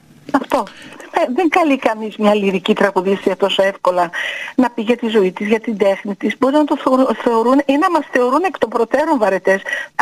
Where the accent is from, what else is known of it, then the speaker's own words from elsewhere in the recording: Veria, Central Macedonia, Greece; moved away; Είμαι λαϊκό κορίτσι, όπως έφυγα από τη Βέρεια.